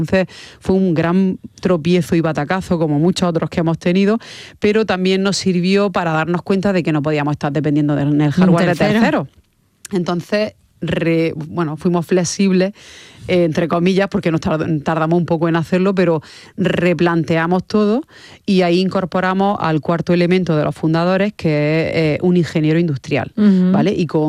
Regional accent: Almería, Andalusia, Spain; había un equipo en Roquetas, que nosotros somos de Almería

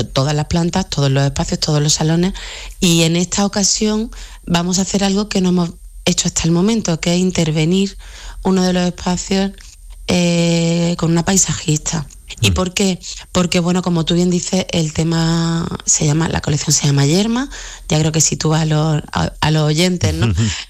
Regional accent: Granada, Andalusia, Spain; moved away as an adult; yo como granadina y como andaluza, y sabes que he vivido muchos años en el extranjero, casi 10 fuera

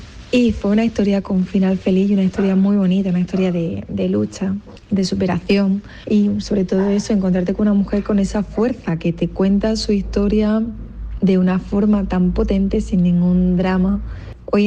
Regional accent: Roquetas de Mar, Andalusia, Spain; Soy de Roquetas de Mar y es el pueblo con más nacionalidades de España. 114 nacionalidades de las 193 que componen el mundo.

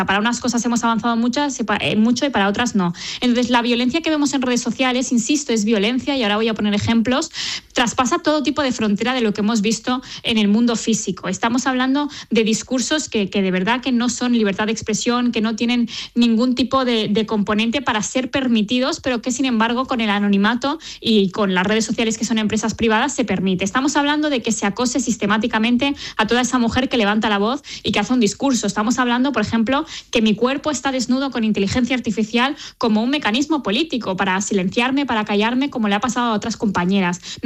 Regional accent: Lleida, Catalonia, Spain; la Asociación Feminista de Lleida, que es de donde soy

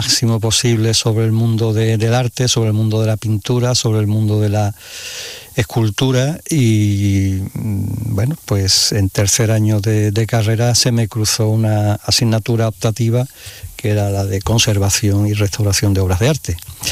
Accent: San Fernando, Andalusia, Spain; moved away as an adult; Y con 18 años, como la inmensa mayoría de mis compañeros de promoción en aquel entonces, pues tuvimos que salir fuera de San Fernando a formarnos

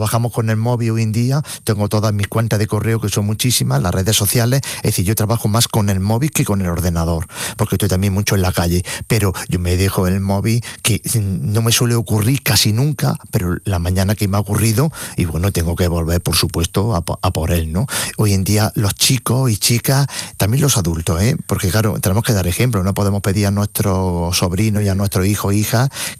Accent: Granada, Andalusia, Spain; Canciones también de granadino y de Granada, de mi tierra y también castellano.

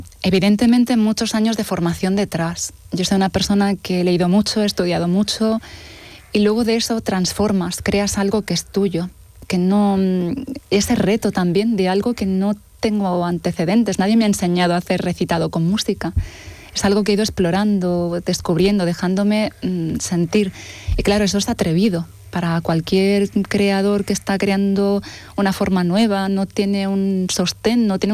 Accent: Almería, Andalusia, Spain; a la gente de Almería, a mi gente, a mi tierra

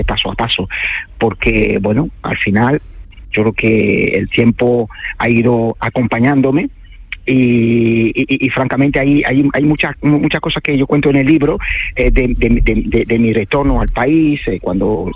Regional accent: Cameroon; moved away; cuando vuelves allá, en mi país, en Camerún, eres mucho más extranjero allá.

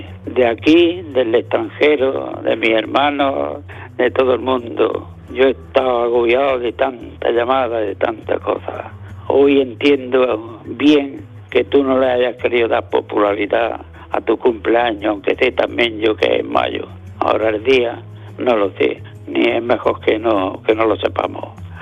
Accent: Otívar, Andalusia, Spain; born there; Nací en Otiva, un pueblecillo cerca de aquí de Almuñécar, llamado La Serranía del Sol.

